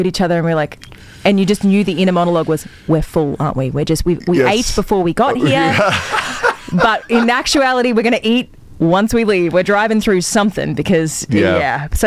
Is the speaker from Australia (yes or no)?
yes; Australia; And we're Australian, like we rarely eat indoors